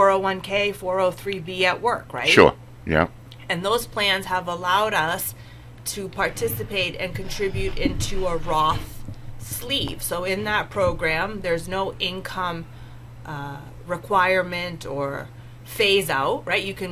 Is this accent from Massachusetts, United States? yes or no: yes; Watertown, Massachusetts, United States; I've lived in Watertown my entire life